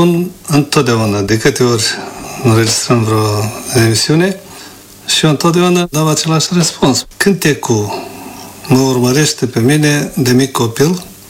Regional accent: Gagauzia, Moldova; Deci, școala normală mi-a întărit, cum s-ar spune, izvoarele cântecului, izvoarele muzicii născute în satul meu natal și în mijlocul poporului meu găgăuz.

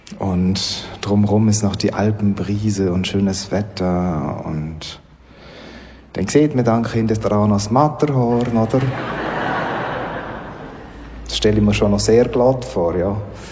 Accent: Bavaria, Germany; bei mir ist es so, ich habe Schweizer Wurzeln. Meine Mutter kommt aus Basel. Ich bin aber auch in München eigentlich aufgewachsen, in der Nähe.

